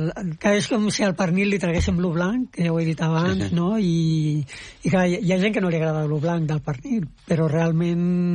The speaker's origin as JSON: {"language": "Catalan", "town": "Barcelona", "region": "Catalonia", "country": "Spain", "tie": "born or raised there", "said": "Amb la migració al meu barri, un barri migratori fins i tot avui, aleshores venia molta gent de pobles on el pa no era el pa blanc que havia a Barcelona, no?"}